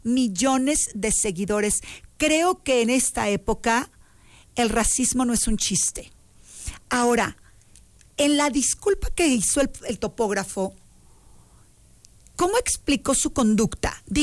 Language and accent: Spanish; Mexico; Si fuese al revés como mexicanos